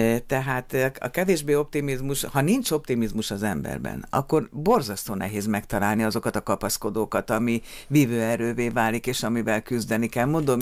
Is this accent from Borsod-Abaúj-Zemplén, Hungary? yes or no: yes; Miskolc, Borsod-Abaúj-Zemplén, Hungary; mert én is miskolci vagyok, itt születtem, én megéltem azt az időszakot, amikor Miskolc a második legnagyobb városa volt az országnak